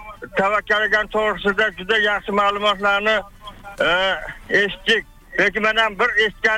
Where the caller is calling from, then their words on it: Tashkent, Uzbekistan; Ha, Toshkentdanman.